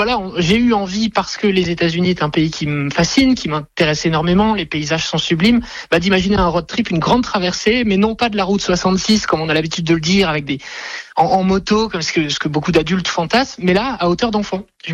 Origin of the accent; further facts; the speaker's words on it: Metz, Grand Est, France; mais moi je suis de Metz et je sais qu'on aimait bien aller à, je sais pas, 30-40 bornes en vélo